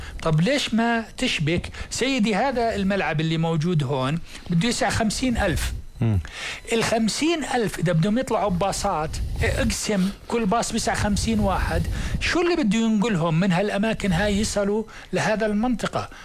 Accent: Jordan; إحنا عنا في الأردن

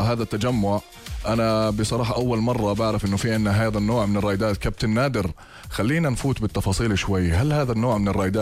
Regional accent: Jordan; احنا عندنا في الأردن

